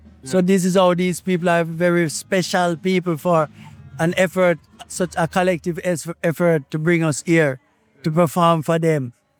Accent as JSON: {"language": "English", "town": "Tours", "region": "Centre-Val de Loire", "country": "France", "tie": "born or raised there", "also_born_or_lived": "Paris", "said": "I grew up in Paris. I was born in Paris and then I grew up in a small city called Tours."}